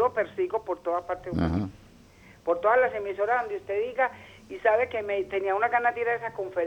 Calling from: Remedios, Antioquia, Colombia; Yo soy de Sor Teresita de Remedios, Antioquia.

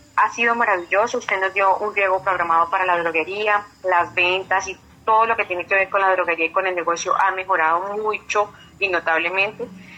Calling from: Turbo, Antioquia, Colombia; Turbo Antioquia.

